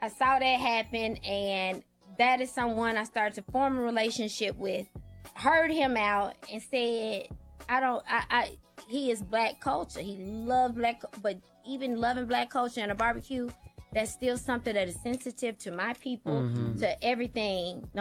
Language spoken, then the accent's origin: English; Tennessee, United States; I am from Tennessee. I am deep in country music.